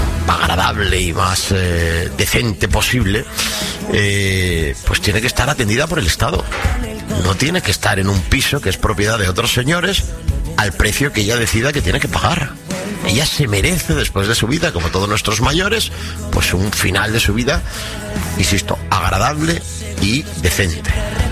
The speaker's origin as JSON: {"language": "Spanish", "town": "Níjar", "region": "Andalusia", "country": "Spain", "tie": "born or raised there", "said": "muy contento de estar en mi pueblo, de estar en Níjar, de estar en las fiestas"}